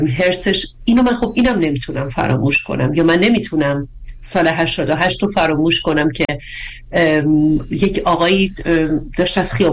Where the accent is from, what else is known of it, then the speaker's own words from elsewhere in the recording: Bandar Abbas, Hormozgan, Iran; born there; moved away as an adult; also born or lived in Tehran; از بندر عباسی که زندگی میکردیم، در واقع فردای روز کنکور دیگه اومدیم کامل از بندر عباس بیرون و مهاجرت کردیم در واقع به یک شهر دیگه